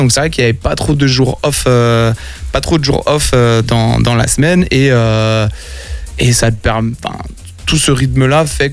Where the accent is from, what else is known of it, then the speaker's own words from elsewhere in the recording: Landerneau, Brittany, France; j'ai grandi sur Landerneau